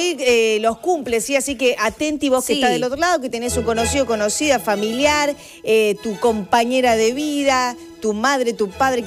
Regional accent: Argentina

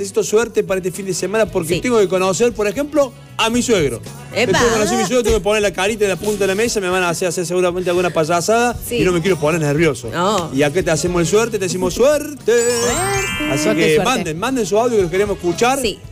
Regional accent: Argentina; a nosotros como argentinos

